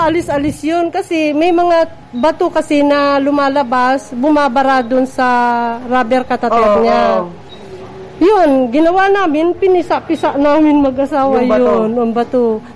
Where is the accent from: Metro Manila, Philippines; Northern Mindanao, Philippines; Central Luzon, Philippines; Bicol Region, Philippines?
Bicol Region, Philippines; Gubat; Payawin, Gubat.